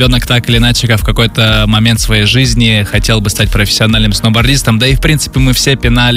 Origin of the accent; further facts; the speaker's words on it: Novosibirsk, Novosibirsk Oblast, Russia; я родом из Новосибирска, там снега у нас полно